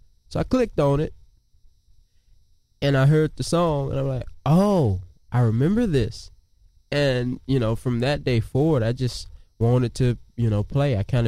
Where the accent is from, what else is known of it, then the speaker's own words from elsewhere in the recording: Vicksburg, Mississippi, United States; now in Richland, United States; I'm from Richland, Mississippi, Vicksburg, Mississippi, originally, though.